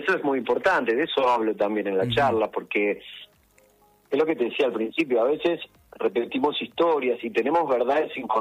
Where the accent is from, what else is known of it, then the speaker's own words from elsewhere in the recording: Buenos Aires, Argentina; No soy la persona de Buenos Aires típica que por ahí no sale, ¿viste?